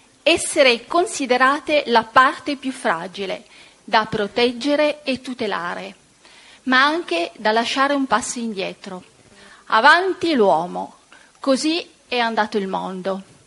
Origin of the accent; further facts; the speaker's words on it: Sardinia, Italy; Vengo dalla Sardegna